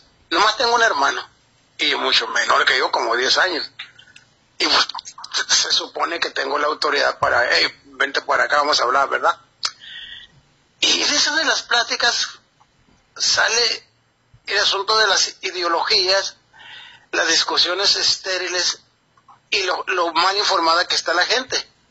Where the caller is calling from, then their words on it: Guasave, Sinaloa, Mexico; yo soy de Guasave